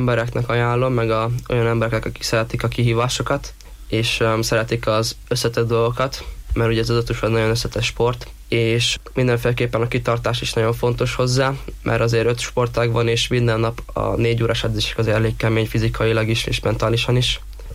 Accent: Hungary

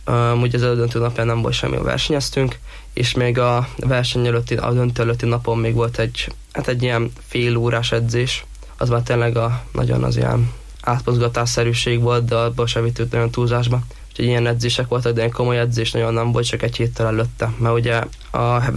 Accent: Hungary

